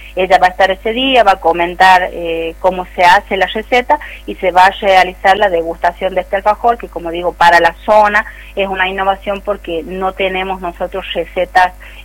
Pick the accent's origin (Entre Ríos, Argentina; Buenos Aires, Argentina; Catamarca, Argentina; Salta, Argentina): Catamarca, Argentina; Los Varela; la mayoría somos de aquí, de los Varela